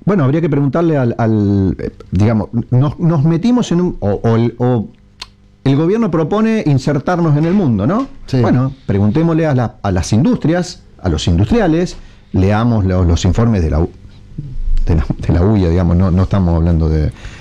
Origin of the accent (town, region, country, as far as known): Argentina